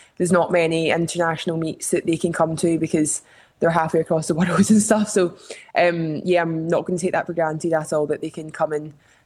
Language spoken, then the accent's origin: English; Glasgow, Scotland, United Kingdom; moved away; I'm from Glasgow. I was born and bred there. My whole family, all my friends are there.